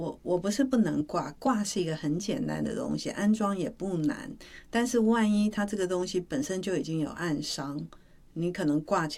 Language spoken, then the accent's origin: Chinese; Taiwan; 我们台湾这边